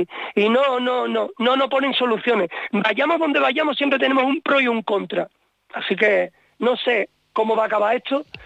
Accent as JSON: {"language": "Spanish", "town": "Seville", "region": "Andalusia", "country": "Spain", "tie": "born or raised there", "also_born_or_lived": "Ibiza", "said": "yo me he criado en Sevilla, pero nací en Ibiza."}